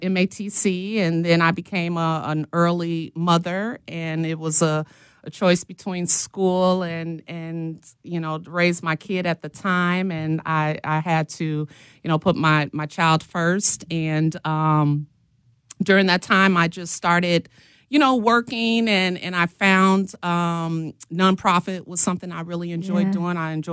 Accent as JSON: {"language": "English", "town": "Milwaukee", "region": "Wisconsin", "country": "United States", "tie": "born or raised there", "said": "Who grew up in Milwaukee, Wisconsin on 40th and Hampton. I attended Bayview High School."}